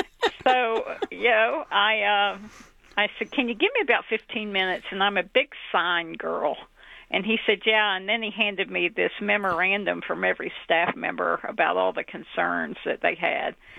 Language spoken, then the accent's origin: English; West Virginia, United States; now in Huntington, United States; I'm from West Virginia, right up the road, about 20 miles. We lived fairly rurally. I lived within a mile most of my life from my grandparents' house, where my mom was born and where my mother lived.